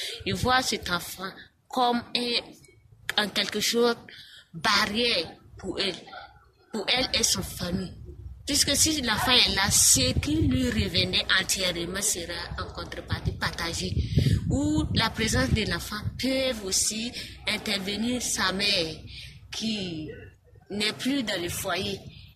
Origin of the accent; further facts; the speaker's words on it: Burkina Faso; Chez nous au Burkina Faso, surtout en Afrique